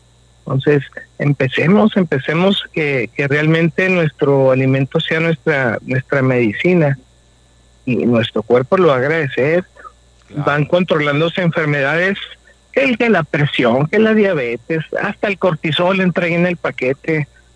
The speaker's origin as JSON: {"language": "Spanish", "country": "Mexico", "said": "Nosotros como mexicanos, pues a quién no le gustan los taquitos, las fritangas."}